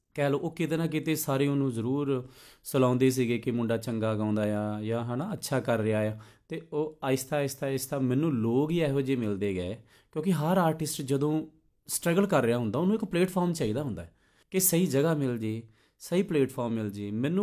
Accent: Punjab, India; ਕਿਉਂਕਿ ਮੈਂ ਪੰਜਾਬ ਦੇ ਉਹ ਤਰਨ ਤਾਰਨ ਡਿਸਟ੍ਰਿਕਟ ਦੇ ਬਿਲਕੁਲ ਬਾਰਡਰ ਲਾਈਨ ਤੋਂ ਆਉਣ ਵਾਲਾ ਮੁੰਡਾ ਹਾਂ

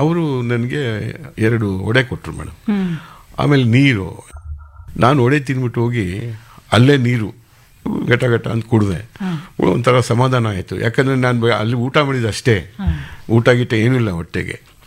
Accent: Bengaluru, Karnataka, India; Sir ನಾನು Bengaluru Karnataka sir.

